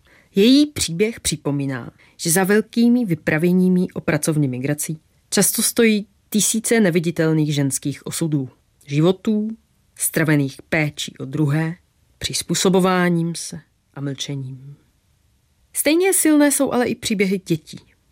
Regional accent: Poland; now in Prague, Czechia; Jsem Polka, žijí v Praze a když slyším na středoevropské ulici arménštinu, cítím se nejvíce doma.

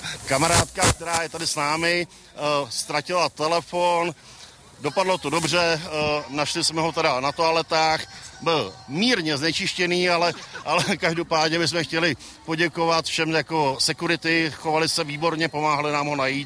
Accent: Hanechov, Liberec Region, Czechia; jsme místní, konkrétně z Hanechova, Benátskou milujeme

